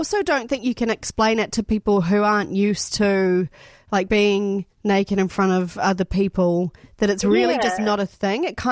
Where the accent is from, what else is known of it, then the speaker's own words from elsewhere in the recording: Nelson, New Zealand; I grew up in Nelson, but we went to like